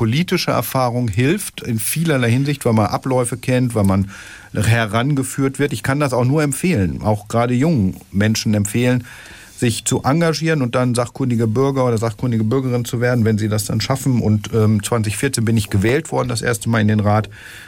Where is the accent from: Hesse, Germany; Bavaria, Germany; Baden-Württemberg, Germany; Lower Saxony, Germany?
Lower Saxony, Germany; Stolzenau; also born or lived in Hanover / Petershagen; now in Minden, Germany; In Hannover habe ich tatsächlich nie gelebt, aufgewachsen. Bin ich in Stolzenau. Ich sage immer, ich bin Dorfkind. Also ich bin wirklich in diesem ländlichen Raum zwischen Stolzenau, Petershagen und dann Minden aufgewachsen. Ich bin wirklich ein Dorfkind und Weserjunge.